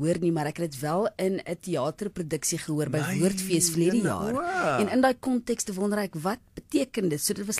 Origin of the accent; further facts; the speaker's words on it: Western Cape, South Africa; ek is ook van die Weskaap, maar van die Boland